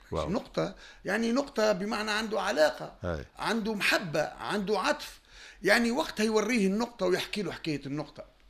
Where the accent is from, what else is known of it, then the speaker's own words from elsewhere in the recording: Tunisia; اللي انا تونسي